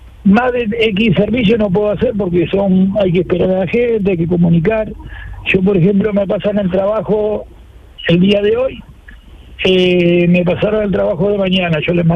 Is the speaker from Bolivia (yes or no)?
no; Uruguay; Yo tengo, a ver, como soy uruguayo, tengo varios idiomas, pero todo en español.